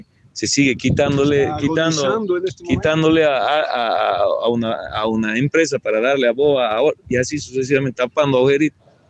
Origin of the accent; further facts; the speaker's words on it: Bolivia; nosotros como bolivianos